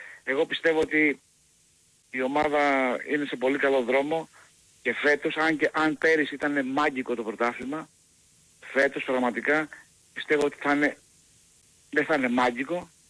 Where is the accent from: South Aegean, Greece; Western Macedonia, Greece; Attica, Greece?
Attica, Greece; Paiania; από την Παιανία.